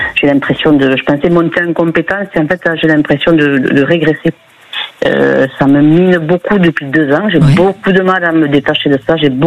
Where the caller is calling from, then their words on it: Occitanie, France; De Haute-Garonne.